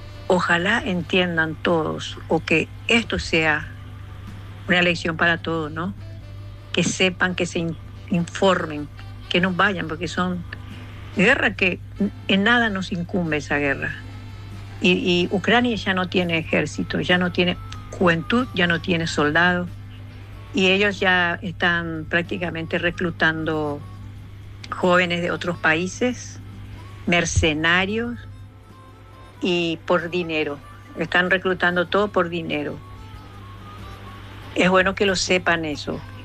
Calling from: Capiatá, Central, Paraguay; de Capiata.

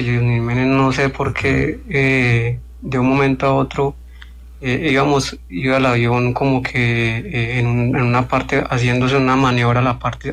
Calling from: Villavicencio, Meta, Colombia; De Villavicencio

